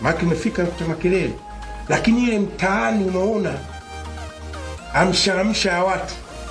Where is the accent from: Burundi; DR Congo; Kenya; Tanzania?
Tanzania